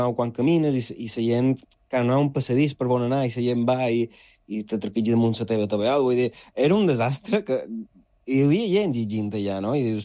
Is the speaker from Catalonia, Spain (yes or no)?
no; Balearic Islands, Spain; com a mallorquí, com a resident de l'illa